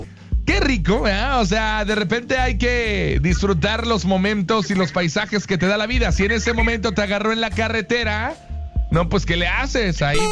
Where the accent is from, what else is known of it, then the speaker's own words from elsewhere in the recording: Cuernavaca, Morelos, Mexico; Yo soy de Cuernavaca, compadre.